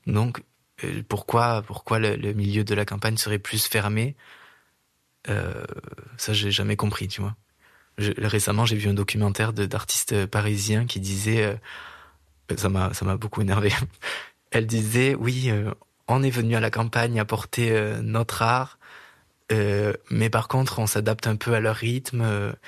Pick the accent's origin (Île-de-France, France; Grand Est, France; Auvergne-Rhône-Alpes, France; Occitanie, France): Occitanie, France; Saint-Santin; J'ai grandi à Saint-Santin, enfin, même le hameau Maspourquet, en fait